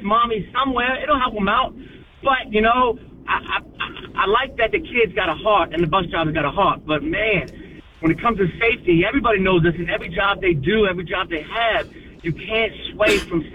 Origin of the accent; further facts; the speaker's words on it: Harford County, Maryland, United States; moved away as an adult; now in Pasco, United States; I grew up in Harford County, Maryland. I spent 30 years up there at least.